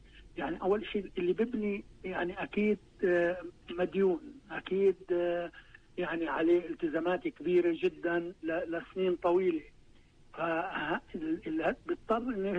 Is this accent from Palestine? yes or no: yes; Jerusalem, Palestine; إحنا عنا بالقدس نسبة الفقر عالية جدا